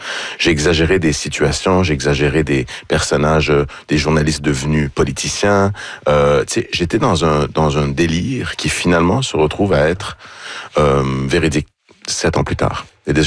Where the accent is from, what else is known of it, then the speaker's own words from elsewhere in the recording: Iran; moved away; Moi, je pensais qu'on a quitté l'Iran comme tout le monde, c'est-à-dire comme beaucoup de gens. Il y a eu la guerre, il y a eu la révolution, il y a eu énormément d'exil.